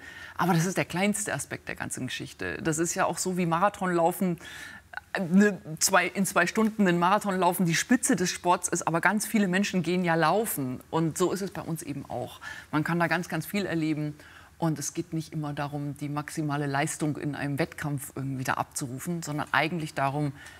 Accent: Bavaria, Germany; Ich glaube, das kommt aus meiner Kindheit in Bayern groß geworden mit viel Eis und Schnee.

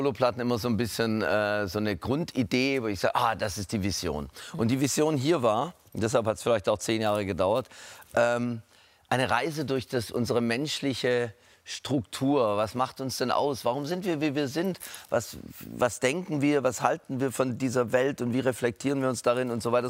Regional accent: Swabia, Germany; Ich bin Schwabe.

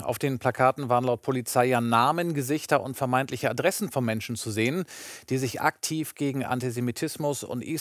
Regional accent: Schleswig-Holstein, Germany; wie großzügig sind wir Schleswig-Holsteiner eigentlich?

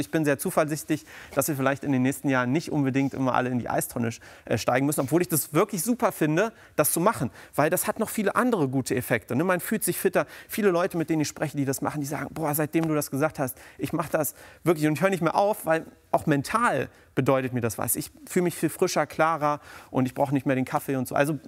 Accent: East Germany, Germany; moved away

